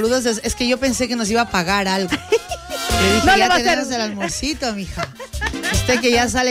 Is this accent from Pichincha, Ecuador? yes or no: yes; Quito, Pichincha, Ecuador; yo soy quiteña. Soy del sur de Quito. Yo soy de Chillo Gallo.